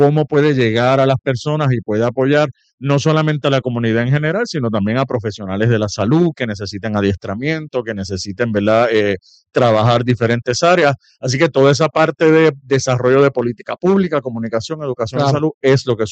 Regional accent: Bayamón, Puerto Rico; Pues soy primeramente puertorriqueño, de Bayamón, educador en salud de profesión.

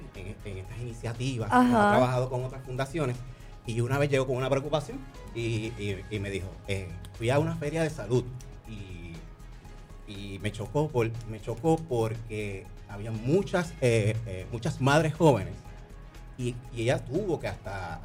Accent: Loíza, Puerto Rico; Yo soy natural de Loíza.

